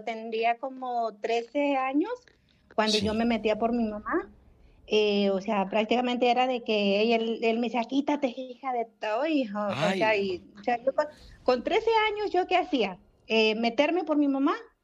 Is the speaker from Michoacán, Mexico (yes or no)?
yes; Michoacán, Mexico; Yo soy del estado de Michoacán.